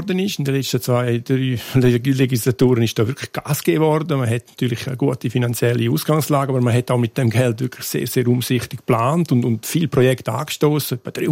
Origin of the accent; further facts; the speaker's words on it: Graubünden, Switzerland; Und ich bin ein Bündner, hundertprozentig, durch und durch.